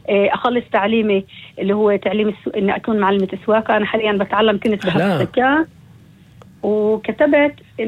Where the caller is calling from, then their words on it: Nazareth, Northern District, Israel; معك مستمع من الناصرة